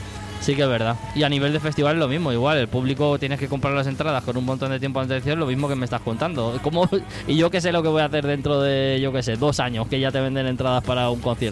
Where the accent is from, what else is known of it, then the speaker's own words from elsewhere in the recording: Valencian Community, Spain; Yo soy valenciano